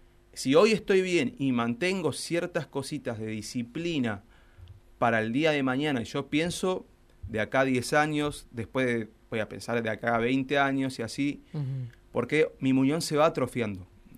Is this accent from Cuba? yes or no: no; Argentina; Pero bueno, dentro de todo sigo en mi actividad y le estamos remando, como todo argentino en este momento.